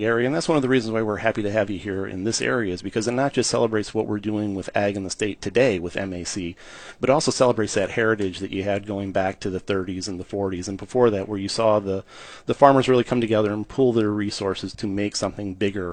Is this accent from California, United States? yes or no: no; Breckenridge, Michigan, United States; I'm from Breckenridge, but not Colorado.